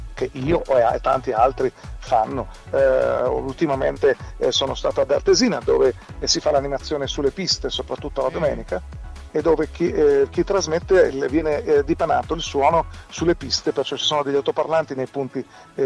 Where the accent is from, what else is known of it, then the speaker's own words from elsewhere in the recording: Liguria, Italy; Sai, da Ligure io sono andato a vedere subito come era la cosa.